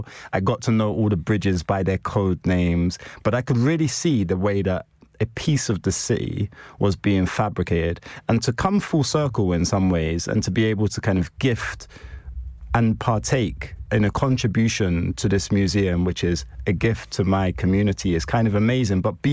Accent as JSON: {"language": "English", "town": "Bethnal Green", "region": "London", "country": "United Kingdom", "tie": "born or raised there"}